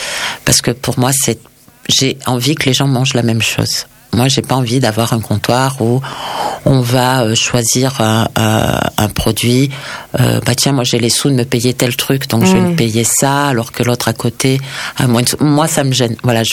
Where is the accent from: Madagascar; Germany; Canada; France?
France; Briançon, Provence-Alpes-Côte d'Azur; now in Toulouse, France; j'ai grandi aussi à la frontière italienne. Moi, je suis née, j'ai grandi à Briançon. Donc, on n'est pas très, très loin. On est à une petite heure, toute petite heure de route de Turin.